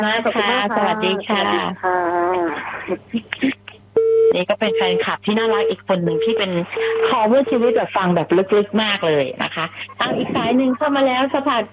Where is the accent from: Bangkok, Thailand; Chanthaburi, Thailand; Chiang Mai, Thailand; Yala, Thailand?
Bangkok, Thailand; born there; มาตัวกรุงเทพตั้งแต่เด็กๆนะก็เลยแบบว่าใต้ไม่เก่ง